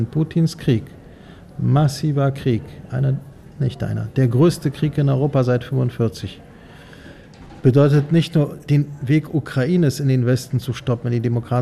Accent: Gdańsk, Pomeranian Voivodeship, Poland; In meiner Heimatstadt Danzig die Verständigung mit skandinavischen Ländern.

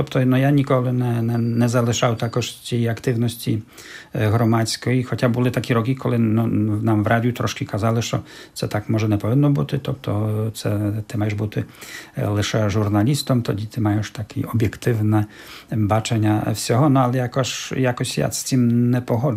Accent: Czeremcha, Podlaskie Voivodeship, Poland; Ну, моя рідна Черемха також, бо це також такий сильний центр.

